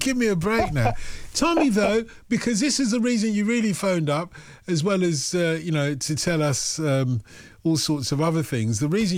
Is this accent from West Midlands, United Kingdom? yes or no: no; London, United Kingdom; born or raised there